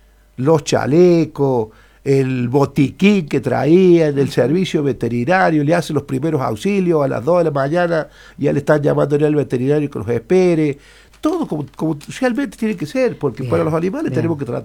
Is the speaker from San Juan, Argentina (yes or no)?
yes; San Juan, Argentina; tenía que juzgar en mi país de origen.